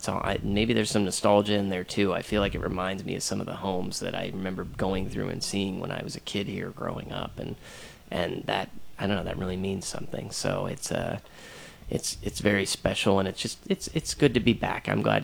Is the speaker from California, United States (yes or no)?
yes; Santa Barbara, California, United States; born there; also born or lived in Solvang, California; I grew up in Solvang until I was about seven. Parents divorced, ended up in Santa Barbara with my mom